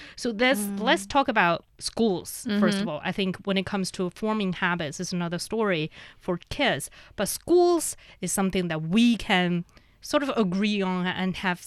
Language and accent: English; Inner Mongolia, China; Yeah, I'm from Inner Mongolia.